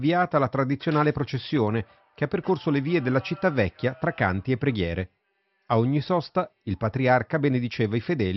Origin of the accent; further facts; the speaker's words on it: Angola; Vengo dall'Angola e faccio parte della custodia di Terra Santa da 8 anni.